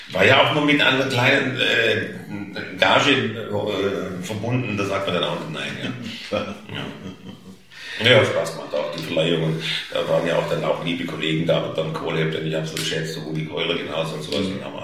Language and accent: German; Stuttgart, Baden-Württemberg, Germany; accent: Swabian; ja, ich komme aus Stuttgart, spreche aber Oxford-Schwäbisch